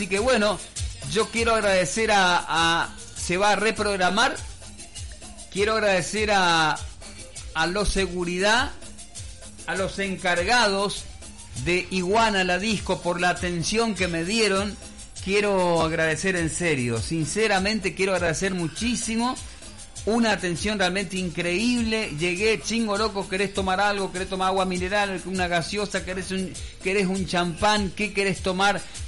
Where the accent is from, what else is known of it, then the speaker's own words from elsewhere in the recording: Puerto Iguazú, Misiones, Argentina; yo tenía 6 años por ahí, ya había problema acá en mi pueblo de luz